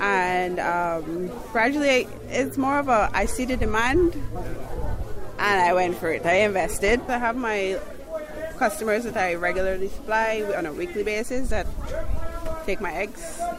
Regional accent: Georgetown, Guyana; I'm originally from Georgetown, South Roundabout, but my farm is located Kurukururu under the Nansuzaik Highway.

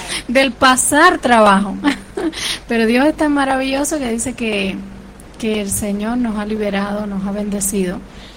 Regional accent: Cuba; moved away as an adult; also born or lived in Havana; Yo para aquel entonces creo que tendría 20 años y estaba en Cuba, en mi país.

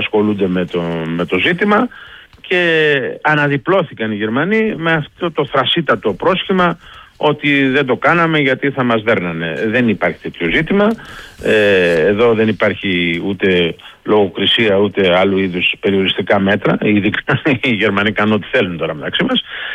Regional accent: Greece; είμαι Έλληνας.

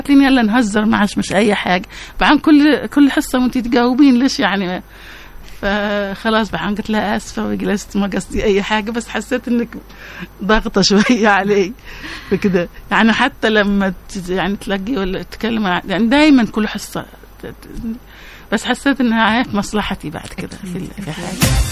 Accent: Yemen; فكنا نقوم، كنت أقوم أنا قول يمنية، في واحدة سودانية، واحد تقوم فلسطينية تقول فلسطينية، فكان أنت يمنية كلامش مش باين أنا يمني

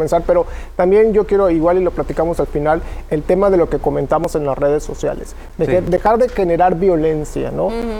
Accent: Mexico; me molesta la imagen que estamos dando como mexicanos.

